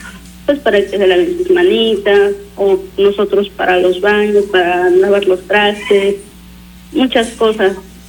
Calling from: Ayotoxco de Guerrero, Puebla, Mexico; Hablo de la comunidad de Buenavista, el municipio de Ayotosco, de Guerrero, Puebla.

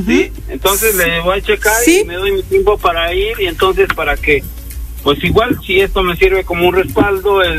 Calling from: San José Chiapa, Puebla, Mexico; soy de San José Chiapa.

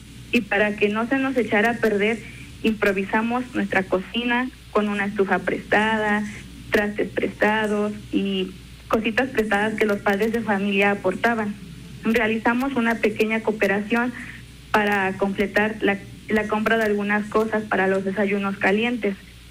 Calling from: Aguazotepec, Puebla, Mexico; Buenas tardes, señor gobernador. De Aguazotepec, Puebla.

